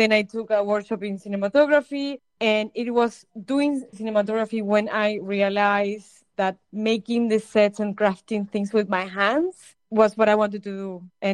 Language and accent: English; Mar del Plata, Buenos Aires Province, Argentina; moved away as an adult; I'm originally from Mar del Plata, Argentina, as you mentioned, and I grew up in the early 2000s when I was a teenager, going to the Mar del Plata Film Festival